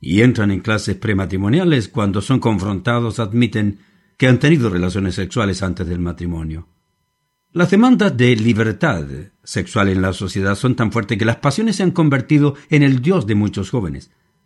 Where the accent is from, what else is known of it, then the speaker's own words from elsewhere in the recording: Chile; muchos otros en mi país